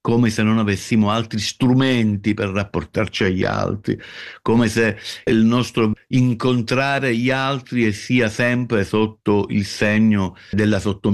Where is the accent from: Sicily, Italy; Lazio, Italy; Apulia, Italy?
Sicily, Italy; Io sono un siciliano